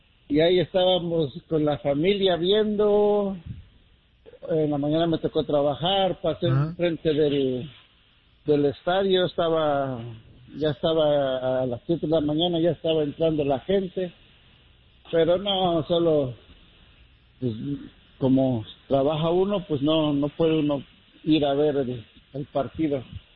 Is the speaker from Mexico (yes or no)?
yes; Mexico; Somos mexicanos y que no nos rajamos.